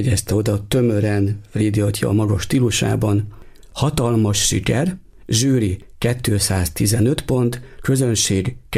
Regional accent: Nógrád, Hungary; Én Nógrád megyéből származom, és nálunk nincs vasúti közlekedés, hanem Aszód a legközelebbi vasútállomás, ide busszal tudtunk utazni.

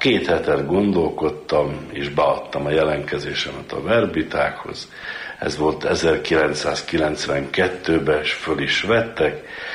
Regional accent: Trnava Region, Slovakia; én felvidéki magyar vagyok, Galánta környékéről, pontosan Nátszegről, a község neve.

